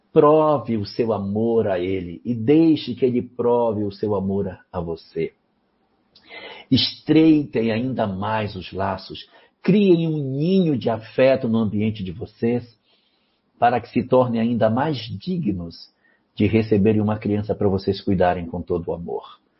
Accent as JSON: {"language": "Portuguese", "region": "Amapá", "country": "Brazil", "tie": "born there", "said": "do Amapá, o estado onde eu nasci"}